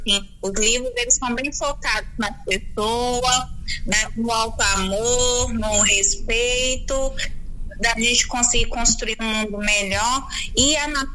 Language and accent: Portuguese; Divinópolis, Minas Gerais, Brazil; eu sou aqui de Divinópolis, eu estou com 39 anos